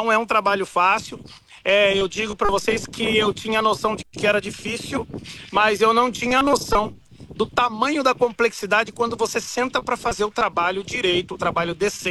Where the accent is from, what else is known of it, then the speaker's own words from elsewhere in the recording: Brazil; born there; moved away as an adult; also born or lived in United States; Eu me mudei dos Estados Unidos para o Brasil, voltei para o meu país, né? Meu país natal, a minha nação, meu país que eu amo, mas eu estava nos Estados Unidos a trabalho. Estava 8 anos já.